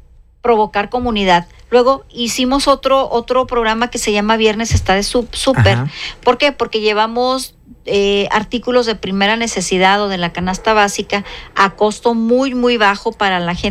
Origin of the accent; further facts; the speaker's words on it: Monterrey, Nuevo León, Mexico; principalmente los regiomontanos, los que sí somos de Monterrey, invitados